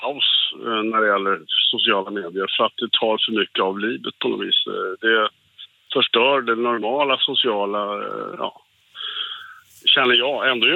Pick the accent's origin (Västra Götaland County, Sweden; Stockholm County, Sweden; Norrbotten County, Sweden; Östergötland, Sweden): Stockholm County, Sweden; Stockholm; now in Västervik, Sweden; Jag är själv från Stockholm.